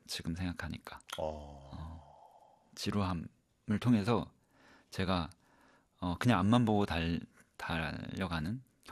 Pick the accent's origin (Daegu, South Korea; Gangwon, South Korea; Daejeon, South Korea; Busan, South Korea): Gangwon, South Korea; Chuncheon; 저는 강원도 춘천 사람인데요.